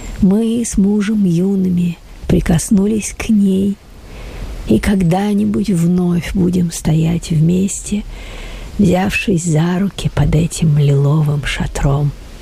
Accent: Tver, Tver Oblast, Russia; А я из Твери. В Ленинграде жила только в юности. Училась здесь, в институте.

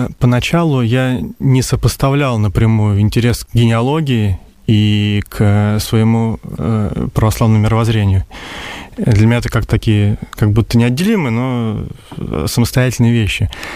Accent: Tambov Oblast, Russia; Я сам из Тамбовской области, скажем так, с малых территорий, как сегодня таким термином выражают

